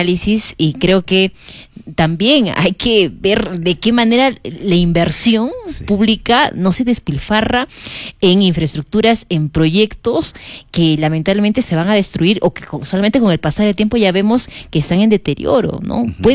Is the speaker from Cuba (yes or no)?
no; Lima, Peru; now in Arequipa, Peru; soy natural de Lima.